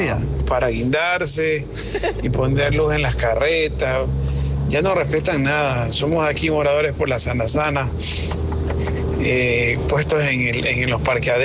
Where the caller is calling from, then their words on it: Ecuador; Somos moradores del Guayacán.